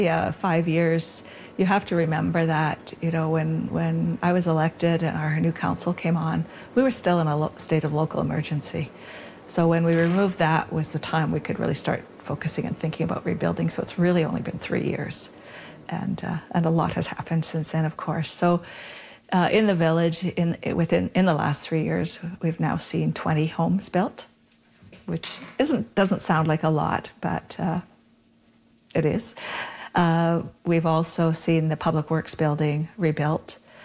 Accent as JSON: {"language": "English", "town": "Lytton", "region": "British Columbia", "country": "Canada", "tie": "born or raised there", "said": "Yeah, I grew up in Lytton, and I attended this church for a while."}